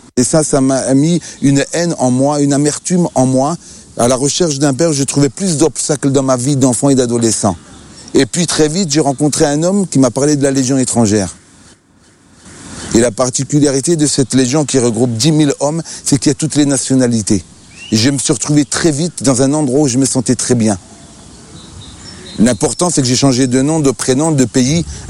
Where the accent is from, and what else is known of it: Algeria